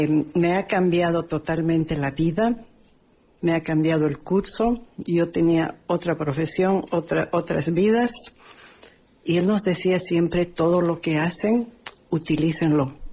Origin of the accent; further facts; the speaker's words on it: Bolivia; yo soy de Bolivia, pero soy alma peruana.